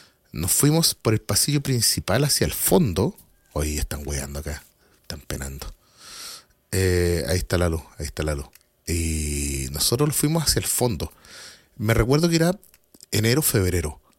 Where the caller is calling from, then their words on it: Santiago, Santiago Metropolitan Region, Chile; Yo soy de Santiago.